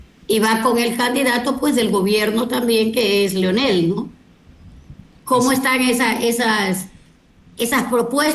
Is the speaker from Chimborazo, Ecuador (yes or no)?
no; Portoviejo, Manabí, Ecuador; born there; also born or lived in Santa Ana, Ecuador; también de donde yo estuve, yo nací, viví mucho tiempo. No nací porque nací en Santa Ana, pero sí que viví mucho tiempo desde los 10 años.